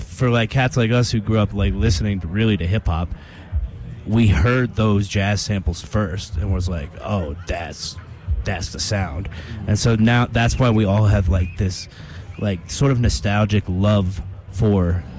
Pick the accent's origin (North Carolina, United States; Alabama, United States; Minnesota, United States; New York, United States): North Carolina, United States; Greensboro; I'm an organist from Greensboro, North Carolina.